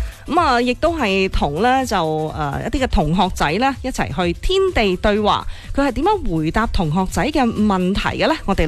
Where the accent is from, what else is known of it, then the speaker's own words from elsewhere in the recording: Foshan, Guangdong, China; first language Cantonese; 咁而作为佛山人呢